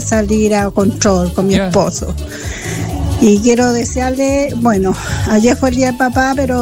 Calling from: Catemo, Valparaíso, Chile; somos de Acatemo.

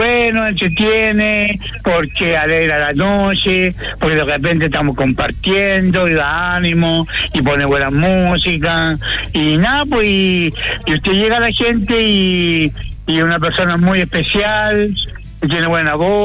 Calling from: Los Álamos, Biobío, Chile; Yo pertenezco a la comuna de Álamos, pero yo soy del campo, del sector Sara de Lebu.

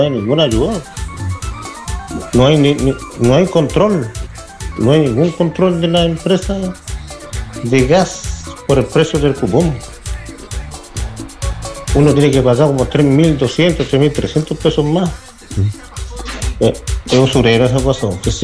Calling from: Antofagasta, Chile; pero yo soy de Antofagasta.

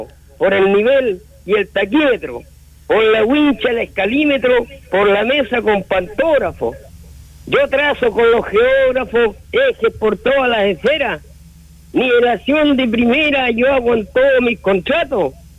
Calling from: Angol, Araucanía, Chile; De acá, de la Nahuel Buta.

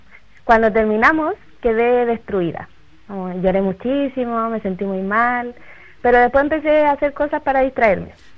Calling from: Viña del Mar, Valparaíso, Chile

